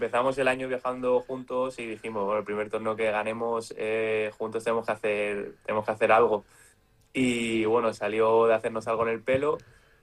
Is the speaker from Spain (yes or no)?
yes; Spain